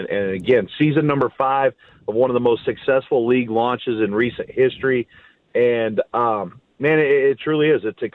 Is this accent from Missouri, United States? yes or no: no; Oklahoma, United States; I grew up in Oklahoma